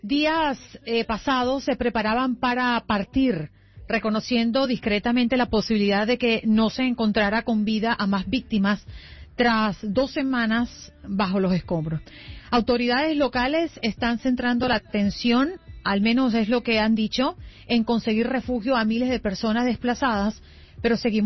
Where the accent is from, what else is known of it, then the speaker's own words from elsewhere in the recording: Venezuela; qué es lo que está pasando en Venezuela